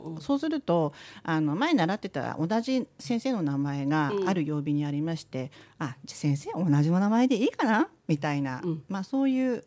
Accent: Hokkaido, Japan; born there; also born or lived in Sapporo; ただやっぱりあの小学校まで小樽、まん、まあ、小樽の本当の真ん中じゃないんですけど、まあ、小樽寄りのところにいたもんですからね

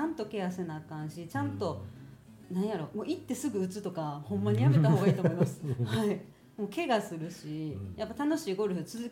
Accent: Miki, Hyogo, Japan; 自分三木市出身で

